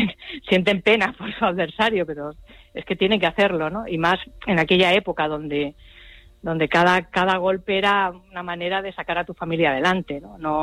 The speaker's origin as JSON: {"language": "Spanish", "town": "Valencia", "region": "Valencian Community", "country": "Spain", "tie": "born there", "moved": "yes", "lives_now": "Tenerife, Spain", "said": "Valencia es donde yo nací"}